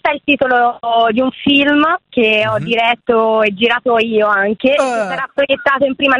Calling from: Prato, Tuscany, Italy; in realtà vengo da Prato ma oggi sono già a Milano

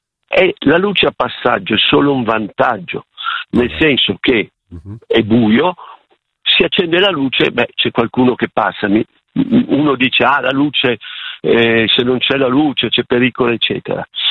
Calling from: Milan, Lombardy, Italy; sono di Milano.

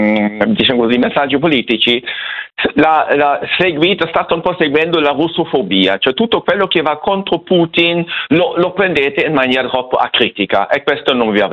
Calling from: Milan, Lombardy, Italy; Io sono a Milano, sì. Vivo nel casoretto.

